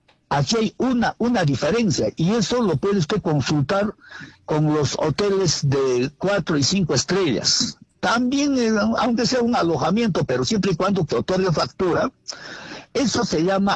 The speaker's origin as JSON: {"language": "Spanish", "country": "Peru", "said": "Porque somos peruanos, y el extranjero también también paga por el mismo servicio"}